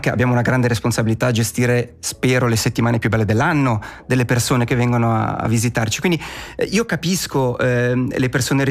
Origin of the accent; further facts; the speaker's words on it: Ticino, Switzerland; noi ticinesi e ticinesi viviamo il nostro territorio e adoriamo il nostro territorio